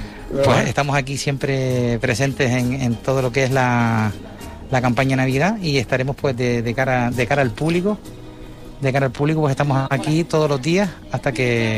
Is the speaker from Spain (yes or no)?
yes; Teror, Canary Islands, Spain; yo soy de Teror, prácticamente llevo aquí casi 45 años y bueno, me siento orgulloso de ser terorense, pertenecer a la Villa Mariana